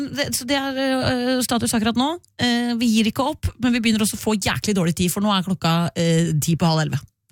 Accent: Larvik, Vestfold, Norway; Farris Bad ligger jo I min hjemby Larvik.

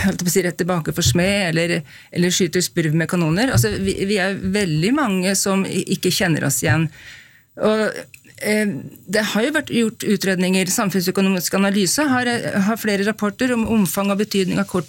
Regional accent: Flisa, Innlandet, Norway; der jeg kommer fra på Flisa.

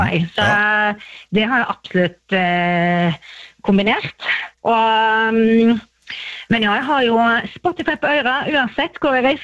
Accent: Vormedal, Rogaland, Norway; Nei, jeg kommer fra Fastlandskarmøy, eller Vormedal på Karmøy.

